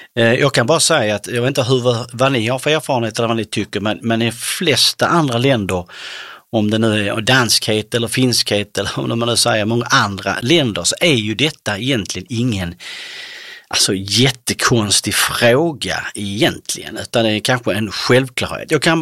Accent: Sweden; Utan jag hade varit där och bott där, varit en del av samhället, men i hjärta och själ så hade jag ändå alltid varit svensk.

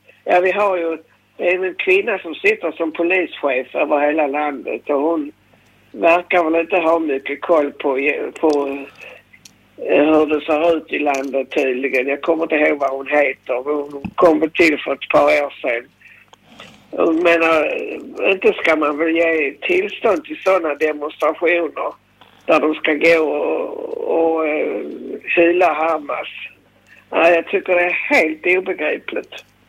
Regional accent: Skåne, Sweden; accent: Scanian; Nej, vi är svenskar. Men med skånsk dialekt.

